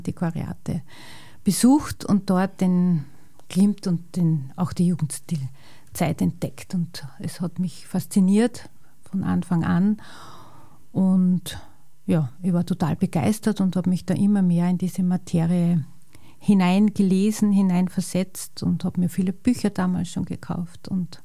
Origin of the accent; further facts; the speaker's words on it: St. Pölten, Lower Austria, Austria; born there; Geboren bin ich in St. Pölten, einer sehr unattraktiven Arbeiterstadt, die sich aber gut entwickelt hat.